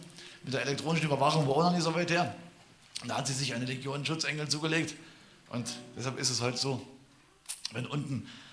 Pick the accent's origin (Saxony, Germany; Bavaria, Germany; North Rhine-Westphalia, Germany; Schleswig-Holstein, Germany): Saxony, Germany; Ich komme nicht nur aus Sachsen, ich komme aus einem ganz besonderen Gebiet der Lausitz.